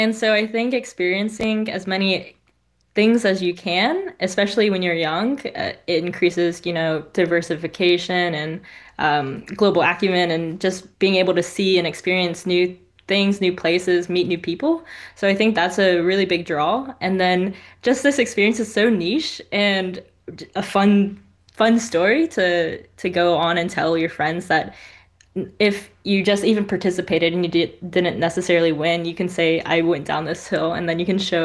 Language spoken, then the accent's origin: English; Raleigh, North Carolina, United States